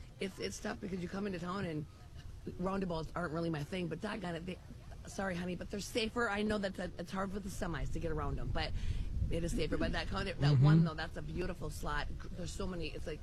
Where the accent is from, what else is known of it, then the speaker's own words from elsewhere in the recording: Sauk Rapids, Minnesota, United States; growing up in Sauk Rapids and being born there